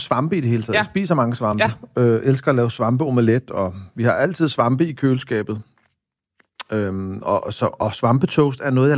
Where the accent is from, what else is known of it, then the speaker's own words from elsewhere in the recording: Copenhagen, Capital Region of Denmark, Denmark; Jeg voksede op på Amagerbrogade på den specielle måde, at vi havde en lejlighed i stuen med en aktivitetsbutik foran.